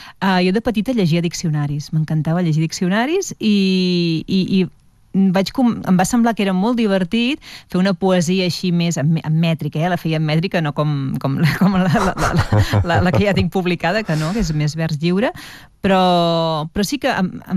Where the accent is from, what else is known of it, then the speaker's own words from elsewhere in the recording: Vilafranca del Penedès, Catalonia, Spain; also born or lived in Barcelona; Vam marxar de Barcelona per feina, suposo, per feina del meu pare. Sí, sí, vam anar a parar a Vilafranca